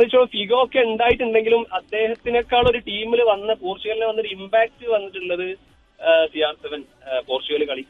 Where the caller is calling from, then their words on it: Venniyur, Kerala, India; വെന്നിയൂരാണ്, Malappuram.